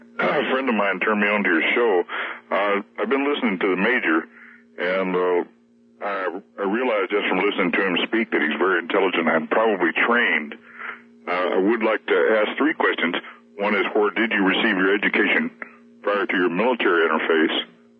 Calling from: Tennessee, United States; Tennessee.

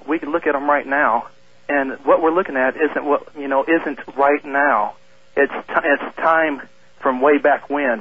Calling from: Everett, Washington, United States; Everett, Washington.

